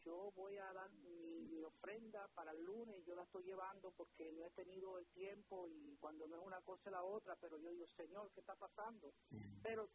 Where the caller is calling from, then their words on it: Lyndhurst, New Jersey, United States; Le estoy llamando de un pueblo que le llaman Lyndhurst, New Jersey.